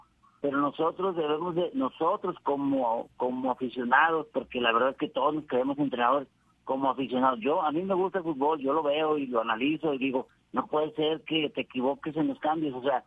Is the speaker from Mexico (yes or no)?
yes; Monterrey, Nuevo León, Mexico; yo soy de Monterrey